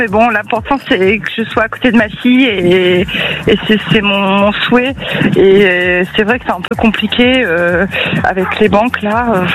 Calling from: Toulouse, Occitanie, France; je suis sur Toulouse également.

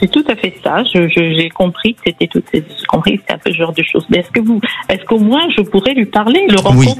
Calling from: Île-de-France, France; Eh bien, je vous appelle de la région parisienne.

